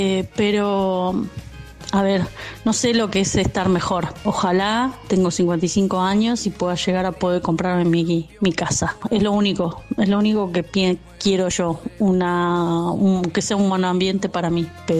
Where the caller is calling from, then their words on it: Buenos Aires, Argentina; de Caballito, empleada doméstica, alquilo.